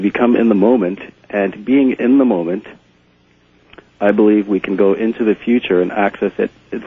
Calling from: Burnaby, British Columbia, Canada; I'm calling from Burnaby, B.C.

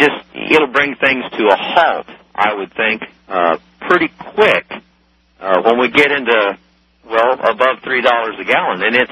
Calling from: Murrayville, Illinois, United States; I'm calling from Murrayville, Illinois.

